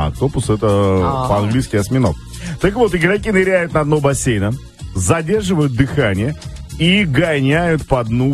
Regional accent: Moscow, Russia; Мы в москвичи, мы все живем

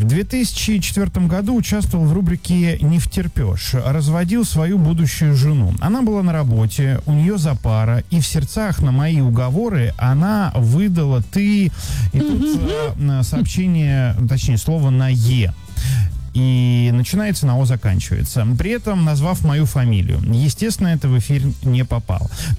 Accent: Bryansk, Bryansk Oblast, Russia; Я помню, я поехал из Брянска в Санкт-Петербург на день открытых дверей в военную академию, куда я поступал, и остановился у двоюродного брата.

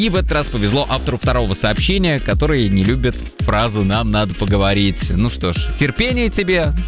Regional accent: Moscow, Russia; Я из Москвы.

